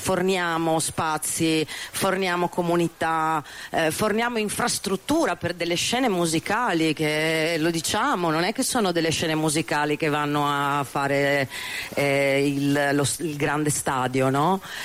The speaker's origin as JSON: {"language": "Italian", "town": "Bologna", "region": "Emilia-Romagna", "country": "Italy", "said": "io vengo da Bologna"}